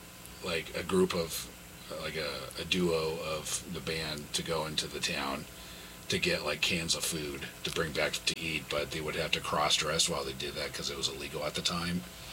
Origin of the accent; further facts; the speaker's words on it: Ojai, California, United States; I'm from Ojai, California.